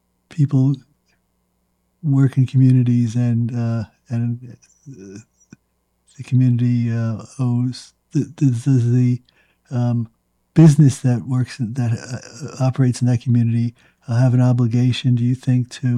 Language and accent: English; Elizabeth, New Jersey, United States; I grew up in Elizabeth, New Jersey, and that's where Singer sewing machines were made.